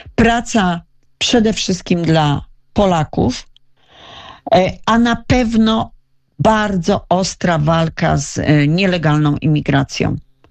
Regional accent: Radom, Masovian Voivodeship, Poland; Ja tutaj pochodzę z Radomia, mam tu wspaniałych kolegów

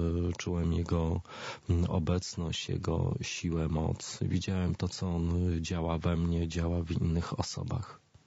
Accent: Masovian Voivodeship, Poland; ponieważ pochodzę spod Warszawy, także tam za bardzo jakichś takich większych atrakcji nie było.

